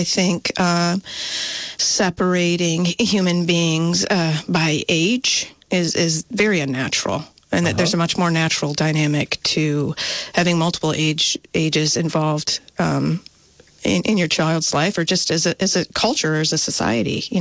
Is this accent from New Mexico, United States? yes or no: no; Michigan, United States; now in Vermont, United States; My boss, I came from Western Michigan, worked for Wolverine Worldwide, and my former boss there came to Vermont to work for Merrell Footwear here in Vermont.